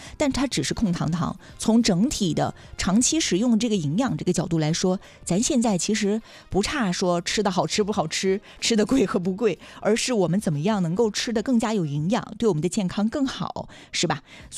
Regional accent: Northeast China, China; 咱们东北人

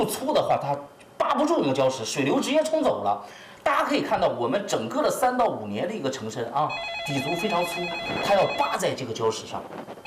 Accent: Dalian, Liaoning, China; accent: Dalian; 用我们大连话说是非常非常肥。

